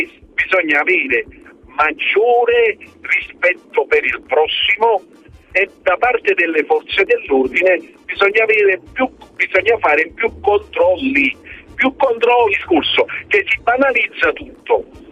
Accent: Naples, Campania, Italy; a parte che non è solo Napoli, io sono napoletano

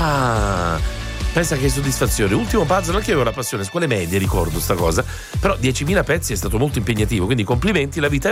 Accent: Bologna, Emilia-Romagna, Italy; sono di Bologna, la mia vita è bella

